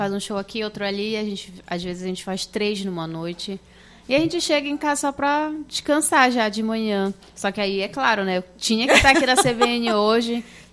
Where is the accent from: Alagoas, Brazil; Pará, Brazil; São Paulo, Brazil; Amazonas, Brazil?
Pará, Brazil; Belém; eu cresci no Jurunas ouvindo muita música, vendo muitos artistas